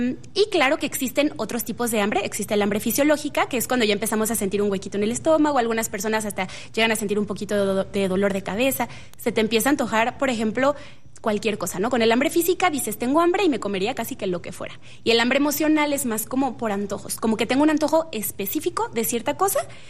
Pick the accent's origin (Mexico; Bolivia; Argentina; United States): Mexico; como mexicanas, como mexicanos, tenemos la gran fortuna de tener la tortilla como base de nuestra alimentación